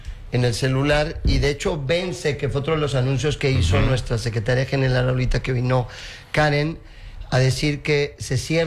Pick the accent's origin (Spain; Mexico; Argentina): Mexico; somos mexicanos